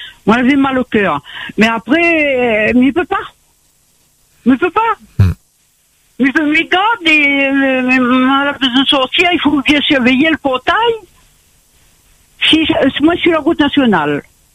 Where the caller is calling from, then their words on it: Réunion; moi, j'habite à Plaine des Caves